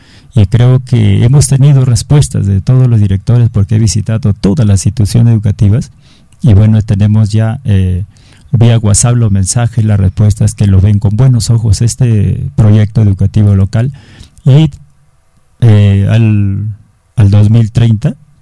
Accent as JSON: {"language": "Spanish", "town": "Mache", "region": "La Libertad", "country": "Peru", "said": "me dirijo a mi pueblo de Mache porque me siento machino, realmente de un caserío muy pequeño que se llama Loma Linda"}